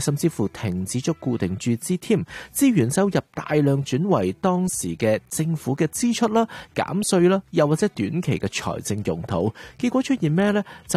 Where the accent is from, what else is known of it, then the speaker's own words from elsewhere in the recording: China; 我们中国人有一个传统智慧，创业难守业更难。